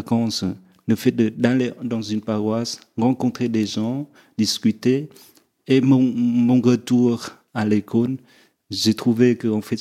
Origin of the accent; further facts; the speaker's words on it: Northern Vietnam, Vietnam; French is a second language; moved away as an adult; now in Paris, France; Je viens du Vietnam.